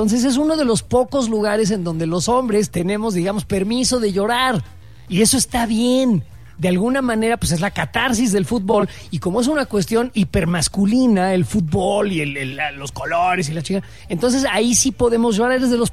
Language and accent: Spanish; Mexico; Somos mexicanos